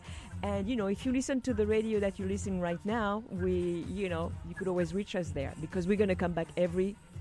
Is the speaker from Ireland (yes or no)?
no; France; I'm from France.